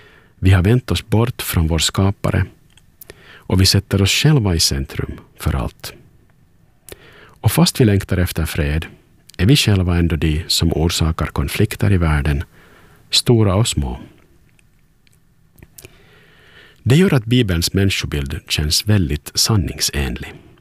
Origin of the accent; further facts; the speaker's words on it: Turku, Southwest Finland, Finland; Hej, jag är … från Åbo och du lyssnar på Yle Vegas aftonandakt.